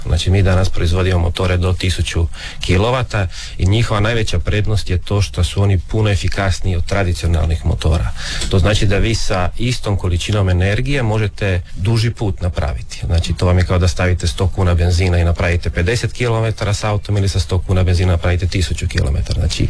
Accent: Pula, Istria County, Croatia

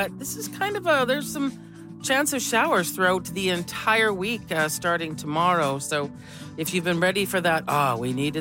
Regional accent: White Rock, British Columbia, Canada; That's right. I mean, that's, as we know, my hometown

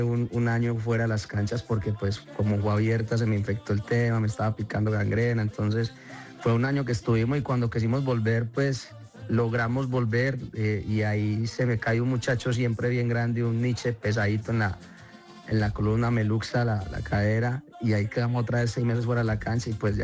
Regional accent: San Carlos, Antioquia, Colombia; now in Medellín, Colombia; allá en San Carlos, en mi tierra natal

